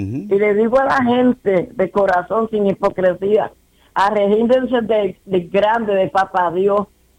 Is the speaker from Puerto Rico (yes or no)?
yes; Yabucoa, Puerto Rico; born there; also born or lived in Massachusetts, United States; now in St. Croix, US Virgin Islands; Nací en Yabucoa.